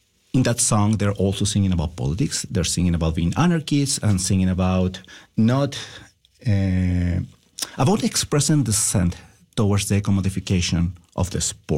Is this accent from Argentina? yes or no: no; Chile; fans of Universidad de Chile, University of Chile, which is the team I support in Chile, in my home country.